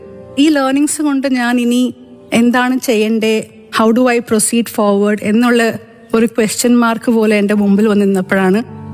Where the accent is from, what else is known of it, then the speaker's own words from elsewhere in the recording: Bangalore, Karnataka, India; also born or lived in Kottarakkara; ഞാൻ ബാംഗ്ലൂരിലെ താമസം. ജനിച്ചത് ഇവിടെ കൊട്ടാരക്കരയിലാണ്. പക്ഷേ എൻ്റെ പഠിത്തം, കോളേജ്, സ്കൂൾ, ജീവിതം മൊത്തം ബാംഗ്ലൂരിലാണ്.